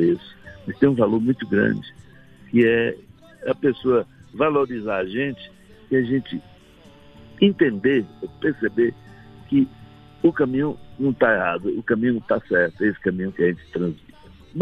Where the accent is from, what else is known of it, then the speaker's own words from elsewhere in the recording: Vitória da Conquista, Bahia, Brazil; a cultura daqui da minha terra de Vitória da Conquista